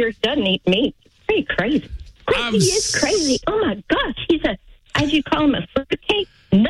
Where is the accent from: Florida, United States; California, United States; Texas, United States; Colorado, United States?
Texas, United States; I grew up in Texas.